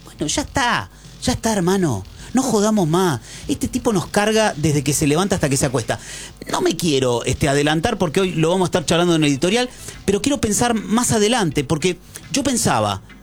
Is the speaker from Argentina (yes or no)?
yes; Argentina; Yo no. Para mí somos todos argentinos.